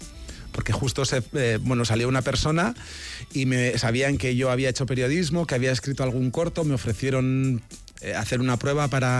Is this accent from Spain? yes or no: yes; Spain; first language Basque; Spanish is a second language; al final mi lengua materna es el euskera y me ha parecido todo un lujo